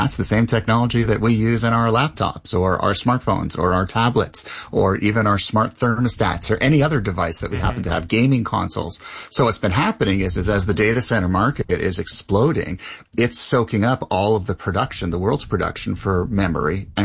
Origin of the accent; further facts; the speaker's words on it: Canada; Lovely being Canadian